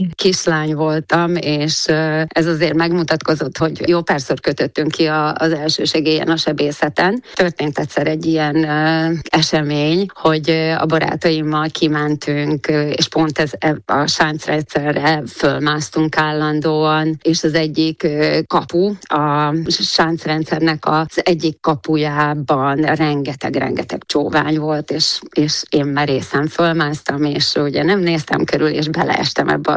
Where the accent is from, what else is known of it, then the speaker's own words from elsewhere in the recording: Komárno, Nitra Region, Slovakia; Komáromban születtem, de a fölmenőim azok nem ide valósiak, a Vág Garam közéből származom, a szüleim mindkét szülem Újlottról származik